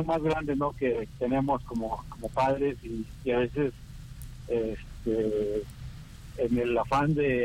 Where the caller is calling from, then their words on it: Atlixco, Puebla, Mexico; de aquí de Atlixco